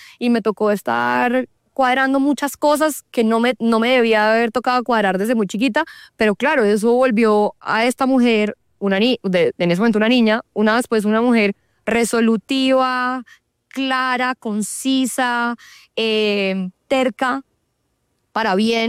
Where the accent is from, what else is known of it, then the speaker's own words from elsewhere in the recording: Bogotá, Colombia; born there; yo pues soy andina, nací en Bogotá, a mí me encanta irme al páramo a meterme en agua de páramo